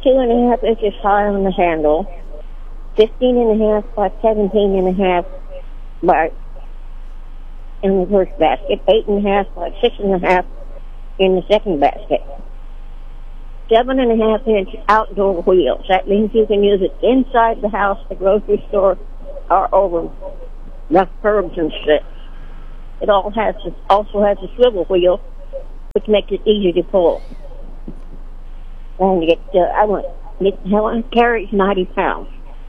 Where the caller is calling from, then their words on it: Sedalia, Missouri, United States; I'm calling from Sedalia.